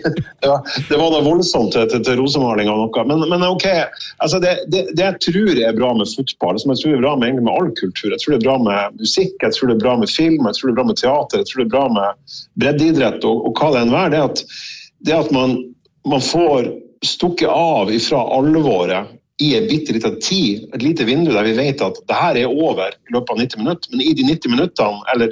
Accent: Fauske, Nordland, Norway; now in Tromsø, Norway; her i Tromsø der jeg bor, og der jeg kommer fra på Fauske i Nordland.

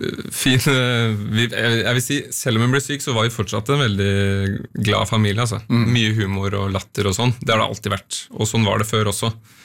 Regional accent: Oslo, Norway; Jeg vokste også opp på Grorud.

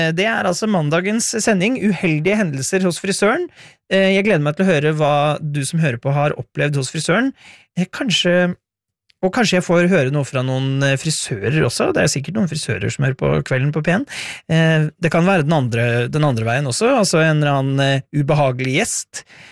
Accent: Innlandet, Norway; accent: Eastern Norwegian; Jeg snakket litt om dialekt, for jeg kommer egentlig fra Hedmarken, men har aldri snakket hedmarksdialekt sånn...

